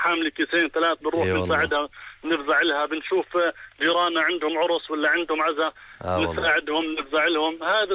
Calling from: Jordan; إحنا كمجتمع أردني

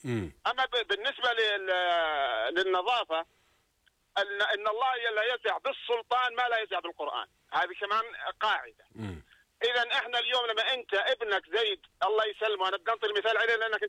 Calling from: Jordan; لانه احنا كمواطنين اردنيين نطلع ونشارك باستطلاعات

